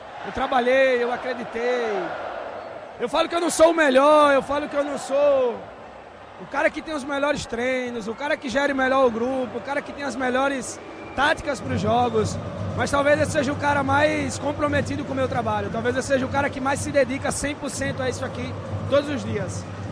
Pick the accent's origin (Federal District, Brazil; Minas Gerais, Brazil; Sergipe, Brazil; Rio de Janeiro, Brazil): Sergipe, Brazil; Eu venho de Sergipe, eu não joguei bola, eu não tenho um padrinho.